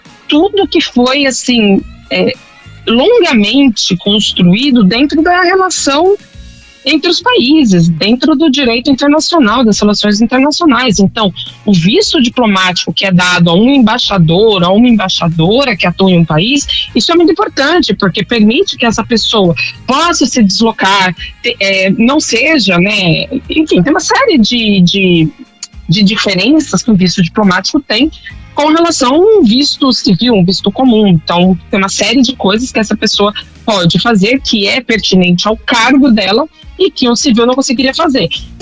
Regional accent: São Paulo, Brazil; born there; São Paulo, né, infelizmente, meu estado natal.

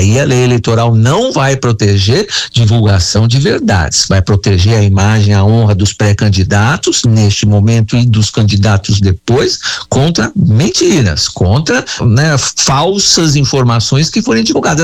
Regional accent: Brazil; eu sou brasileiro

